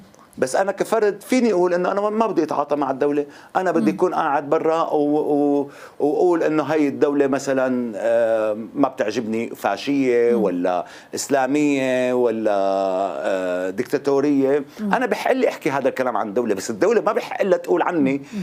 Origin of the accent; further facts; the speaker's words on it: Syria; moved away; أنا تارك سوريا، يعني عشت برا سوريا من سنة 99، يعني صار لي 27 سنة من أول ما طلعت، أنا أعتبر أني أنا برا سوريا.